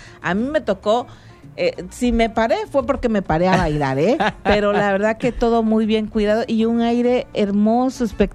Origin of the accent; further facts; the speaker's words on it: Tabasco, Mexico; lo que somos los tabasqueños y las tabasqueñas, que tenemos un legado que compartir